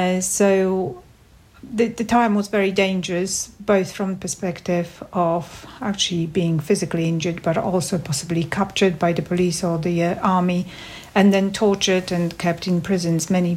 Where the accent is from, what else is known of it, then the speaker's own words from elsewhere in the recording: Warsaw, Masovian Voivodeship, Poland; I was born in Warsaw in Poland in 1966.